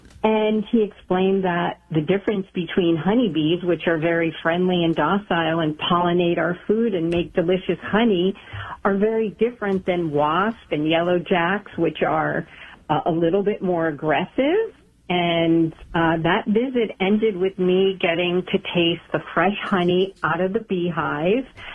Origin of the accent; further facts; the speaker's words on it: Connecticut, United States; But when I came back to my home state of Connecticut, I met a neighbor who was a beekeeper